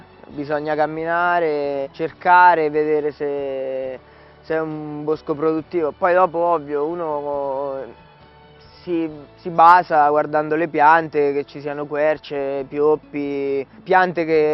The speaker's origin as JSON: {"language": "Italian", "town": "Amandola", "region": "Marche", "country": "Italy", "tie": "born or raised there", "said": "Amandola è il mio paese di nascita, sono sempre stato qua."}